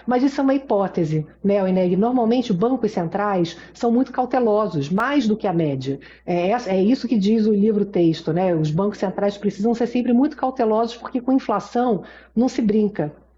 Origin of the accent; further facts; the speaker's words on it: Brazil; Como eu não entendo de futebol e sou brasileira, né?